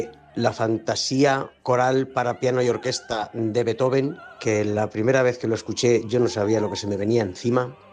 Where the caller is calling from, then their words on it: Madrid, Community of Madrid, Spain; soy … de Madrid